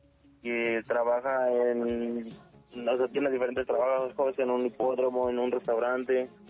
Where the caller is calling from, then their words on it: Mexico City, Mexico; Yo estoy en Iztapalapa.